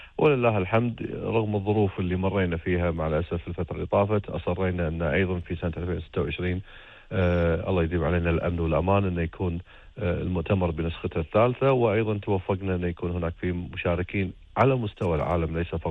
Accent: Kuwait; عندنا في الكويت

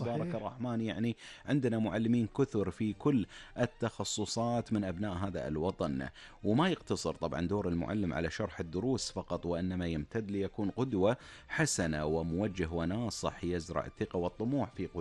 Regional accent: Kuwait; احنا جبلنا في هذا المجتمع الكويتي

